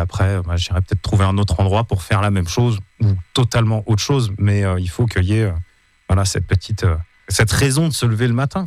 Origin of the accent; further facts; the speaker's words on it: Val d'Isère, Auvergne-Rhône-Alpes, France; la station dans laquelle j'ai grandi à Val d'Isère quand j'étais gamin